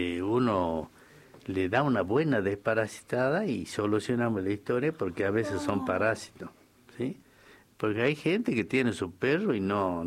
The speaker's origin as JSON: {"language": "Spanish", "region": "northern Argentina", "country": "Argentina", "said": "yo soy norteño."}